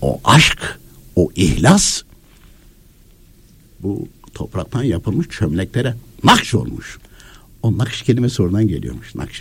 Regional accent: Konya, Turkey; Şimdi ben Konyalıyım.

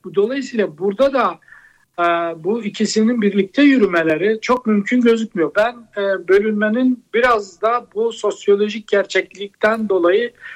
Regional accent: Şanlıurfa, Turkey; Ya ben Urfalıyım mesela. Urfa'da muhafazakar sağ seçmenin kimle ittifak ederse etsin Cumhuriyet Halk Partisi'ne oy vermesi çok kolay bir tercih olmaz.

